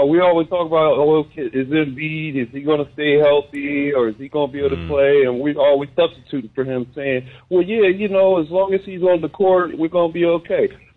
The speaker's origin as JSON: {"language": "English", "town": "Philadelphia", "region": "Pennsylvania", "country": "United States", "said": "I'm just from Philly. I live in Philly, but I do the show from home."}